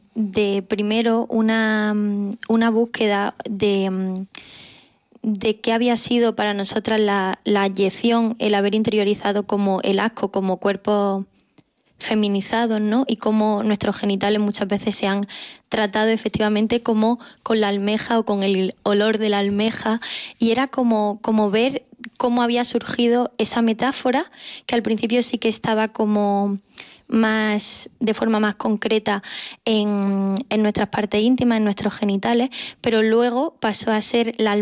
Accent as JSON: {"language": "Spanish", "town": "Logroño", "region": "La Rioja", "country": "Spain", "tie": "born or raised there", "said": "como persona que ha crecido en Logroño y ha querido profesionalizarse en la danza, he tenido que sufrir un poco esto, ¿no?, de tener que marcharme de mi lugar, de mi espacio"}